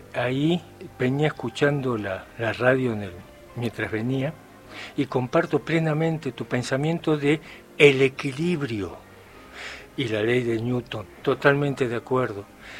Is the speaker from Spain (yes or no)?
no; Argentina; ¿En dónde quedamos los argentinos?